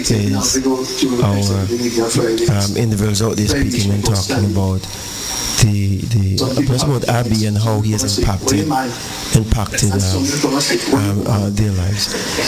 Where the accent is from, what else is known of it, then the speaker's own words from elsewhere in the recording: English Harbour, Saint Paul, Antigua & Barbuda; we're from the English Harbour area